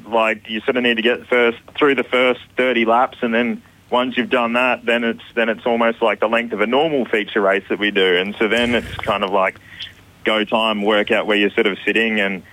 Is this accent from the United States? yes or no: no; Mildura, Victoria, Australia; Yeah, and growing up in Mildura, I was always fortunate for that.